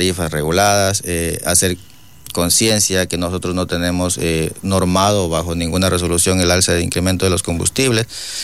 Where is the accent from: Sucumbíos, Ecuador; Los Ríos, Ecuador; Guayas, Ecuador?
Sucumbíos, Ecuador; Lago Agrio; somos también ciudadanos, somos de aquí del Aguario, somos de la provincia